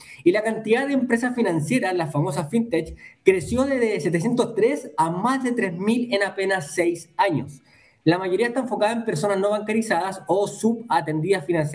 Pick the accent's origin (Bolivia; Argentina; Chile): Chile; soy de Chile